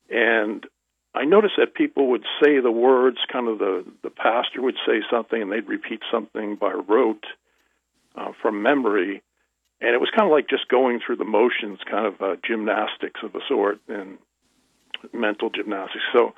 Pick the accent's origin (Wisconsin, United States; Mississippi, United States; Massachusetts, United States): Massachusetts, United States; Duxbury; I grew up in a little town called Duxbury, Massachusetts, which is right across the bay from Plymouth Rock, where the Pilgrims first settled.